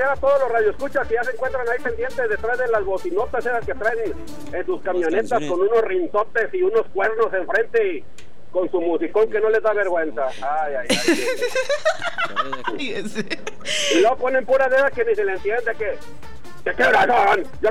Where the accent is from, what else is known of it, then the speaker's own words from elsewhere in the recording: Guadalajara, Jalisco, Mexico; arriba Guadalajara, Jalisco, que esa es mi tierra. Ahí donde di mis primeros pasos